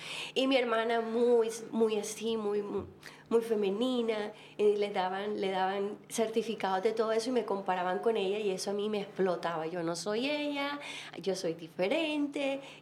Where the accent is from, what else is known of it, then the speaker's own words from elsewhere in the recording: Barranquilla, Atlántico, Colombia; crecí en Barranquilla.